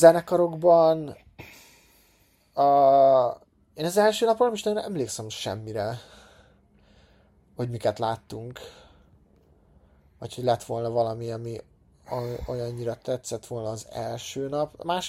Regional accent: Hungary; mert mi meg magyarok vagyunk

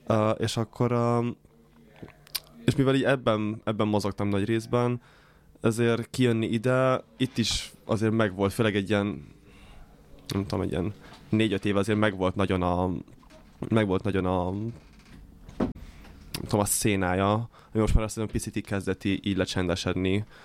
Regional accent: Transylvania, Romania; moved away; én Erdélyből származok

